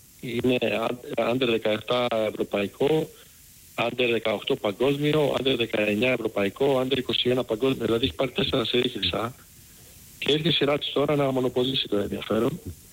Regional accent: Patras, Western Greece, Greece; now in Chicago, United States; Έτυχε πέρυσι και ήμουν στην Ελλάδα, ήμουν στο χωριό μου στην Πάτρα, την περίοδο που κάηκε η Πάτρα.

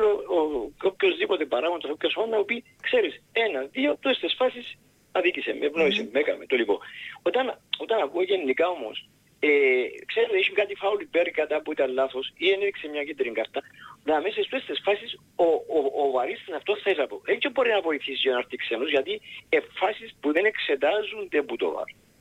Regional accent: Limassol, Limassol District, Cyprus; είμαι από τη Λεμεσό.

